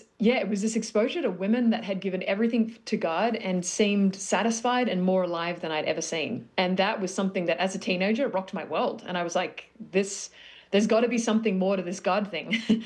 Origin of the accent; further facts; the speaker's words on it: Sydney, New South Wales, Australia; moved away as an adult; now in Brooklyn, United States; I'm not from Brooklyn, but I'm working on my accent, which is clearly failing. I'm originally born Sydney, Australia